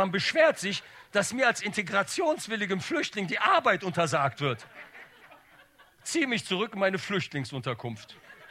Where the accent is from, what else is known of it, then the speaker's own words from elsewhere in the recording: Bonn, North Rhine-Westphalia, Germany; Ich komme ja aus Bonn und bin ein Ghetto-Kind, zick der Land.